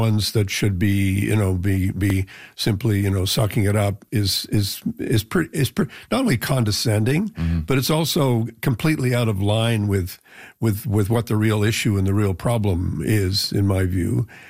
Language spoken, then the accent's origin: English; Canada; There were ways in which as a Canadian diplomat, you could talk and say